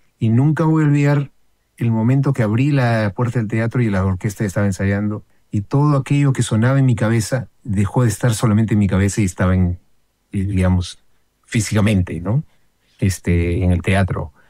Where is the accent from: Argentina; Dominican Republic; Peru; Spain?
Peru; Por ejemplo, en mi país, en el Perú, ¿no?